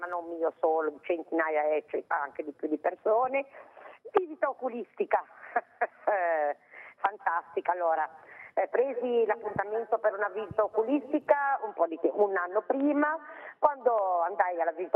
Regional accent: Pra, Liguria, Italy; noi siamo di Pra, a Recco, ma ragazzi, siamo veramente nei problemi ora.

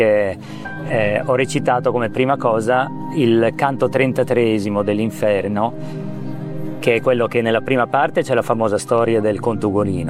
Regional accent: Milan, Lombardy, Italy; moved away as an adult; now in Trentino, Italy; Io sono nato a Milano nel 64, cioè ho vissuto tanti anni a Milano fino a 29 anni, poi mi sono trasferito in Trentino.

